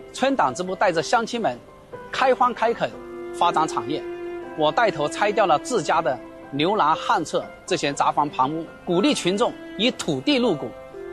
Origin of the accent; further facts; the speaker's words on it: Jinggangshan, Jiangxi, China; 我作为神山村土生土长农民的儿子，我辞去了在外高薪企业高管的这种职位，回到了村里担任党支部书记